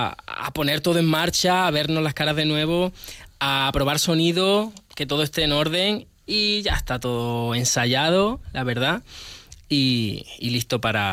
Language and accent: Spanish; Granada, Andalusia, Spain; now in Madrid, Spain; encantado de venir desde Madrid. Soy de Granada, pero vivo en Madrid y normalmente estoy allí trabajando